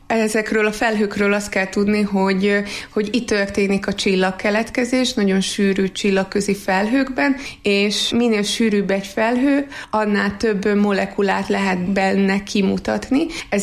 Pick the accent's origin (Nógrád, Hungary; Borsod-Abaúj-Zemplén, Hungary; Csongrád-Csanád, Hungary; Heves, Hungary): Nógrád, Hungary; Mátraverebély; moved away as an adult; also born or lived in Bátonyterenye; Én Mátra Verebéből származom, ez egy kis falu Nógrád megyében.